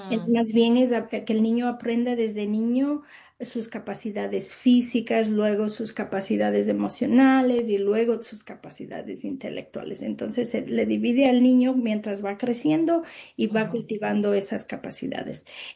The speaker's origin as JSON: {"language": "Spanish", "country": "Ecuador", "tie": "born or raised there", "moved": "as an adult", "lives_now": "Ghent, New York, United States", "said": "Yo soy de Ecuador y cuando era niña yo hacía las cosas, íbamos a ordeñar la vaca, íbamos a cosechar las papas"}